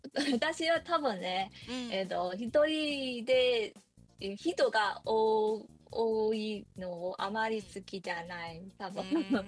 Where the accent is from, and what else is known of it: Myanmar; Japanese is a second language; moved away as an adult; now in Osaka, Japan